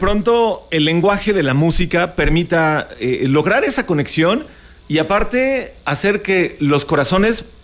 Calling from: San Luis Potosí, Mexico; Te estamos saludando desde San Luis Potosí, mi estimado Beto

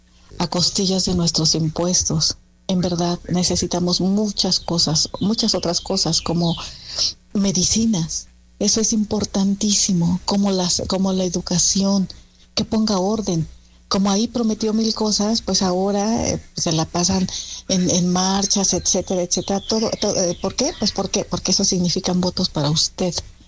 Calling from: Toluca, State of Mexico, Mexico; de Toluca.

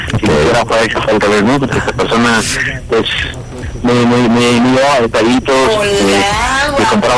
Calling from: Naucalpan, State of Mexico, Mexico; Estamos aquí en Naucalpan. Tengo 37.

